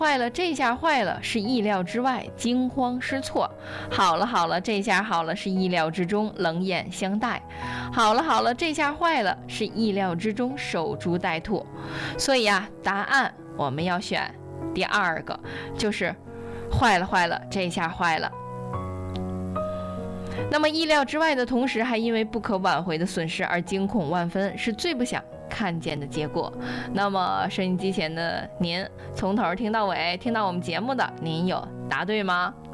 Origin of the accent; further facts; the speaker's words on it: China; 作为一个中国人啊